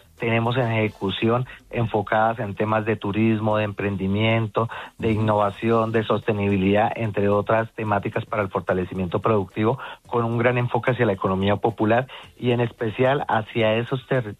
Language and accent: Spanish; Bogotá, Colombia; Yo soy rolo, por decirlo de alguna forma. Es la primera experiencia en este territorio